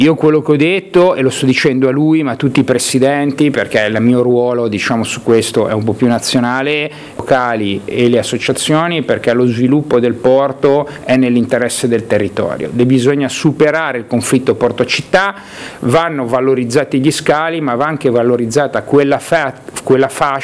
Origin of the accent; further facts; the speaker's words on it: Liguria, Italy; noi come liguri ne siamo assolutamente orgogliosi.